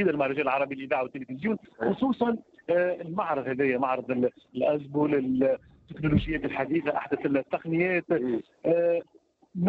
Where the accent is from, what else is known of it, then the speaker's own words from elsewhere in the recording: Somalia; من وين؟ انا من الصومال